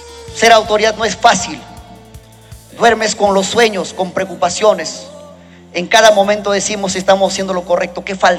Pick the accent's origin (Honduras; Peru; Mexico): Peru; Ancash; desde este espacio, de esta cuna tan hermosa, Ancash, de nuestros antepasados, Chavín, Sechín, Chanquillo, los Huaylas